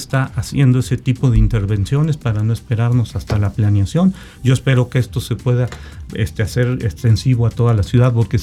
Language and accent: Spanish; San Luis Potosí, Mexico